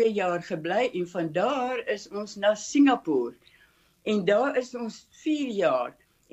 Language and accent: Afrikaans; Bloemfontein, Free State, South Africa; born there; moved away; also born or lived in Port Elizabeth, South Africa / Cape Town, South Africa / Mauritius; Ek is gebore in die Baai.